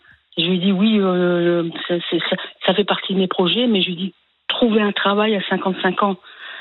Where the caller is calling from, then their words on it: Marcq-en-Barœul, Hauts-de-France, France; J'habite à Marc-en-Barœul, c'est à côté de Lille.